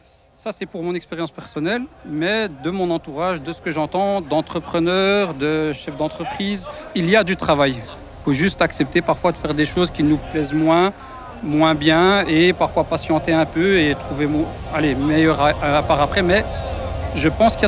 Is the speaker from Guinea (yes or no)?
no; Evere, Brussels-Capital Region, Belgium; J'ai grandi à Evere. J'ai vécu pendant 15 ans à Evere, donc à Bordet, vraiment à l'extrémité de Bruxelles.